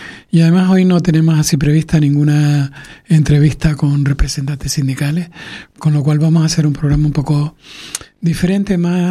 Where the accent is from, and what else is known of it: Canary Islands, Spain